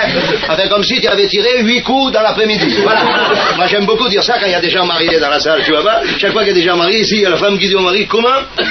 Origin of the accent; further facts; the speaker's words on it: Southern France, France